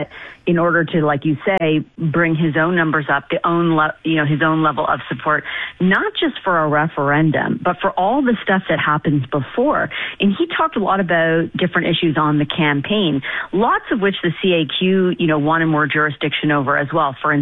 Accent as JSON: {"language": "English", "country": "Canada", "said": "Maybe a little troubling as a Canadian."}